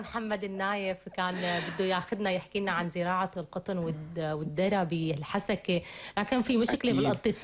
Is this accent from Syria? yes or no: yes; Syria; وإن كان نحن كسوريين عنا شوية حساسية تجاه هالموضوع